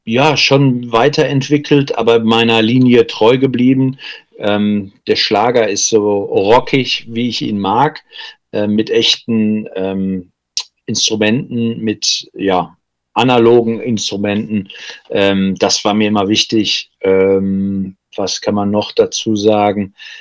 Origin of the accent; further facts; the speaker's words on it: Cologne, North Rhine-Westphalia, Germany; kommt aus Köln. Der Mann mit dem Hut, würde ich sagen. Ich bin ein Rheinländer, eine Frohnatur.